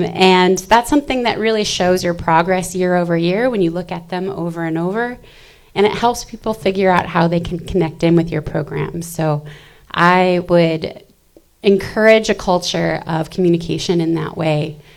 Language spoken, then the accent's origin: English; Jefferson County, Washington, United States; now in Port Ludlow, United States; I grew up on Eagle Mount, just over those hills